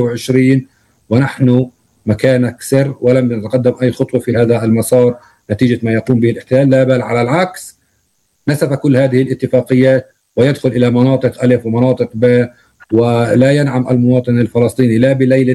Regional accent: Palestine; اقتصادنا الفلسطيني

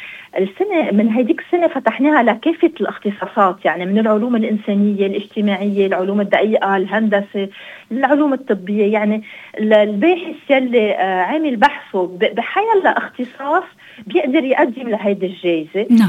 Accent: Lebanon; لبنان، بلدنا لبنان.

